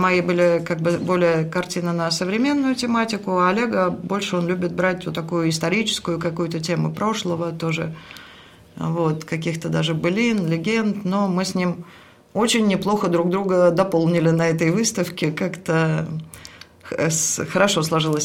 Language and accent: Russian; Oryol, Oryol Oblast, Russia; Я родилась и живу в Орле все время.